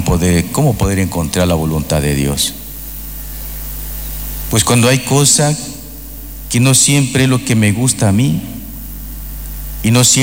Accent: Bolivia

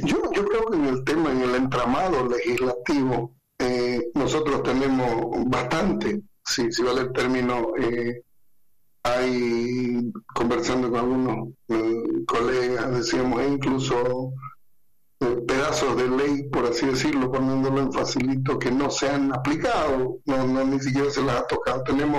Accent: Bolivia

